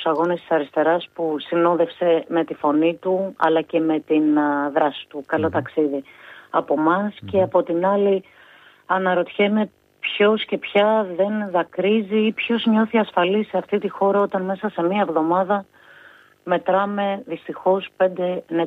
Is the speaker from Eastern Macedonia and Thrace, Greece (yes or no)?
yes; Eastern Macedonia and Thrace, Greece; Και θα μου επιτρέψετε και μία αναφορά στον τόπο μου. Η μεγαλύτερη πυρκαγιά την καταγράψαμε πριν 2 χρόνια στον Εύρο.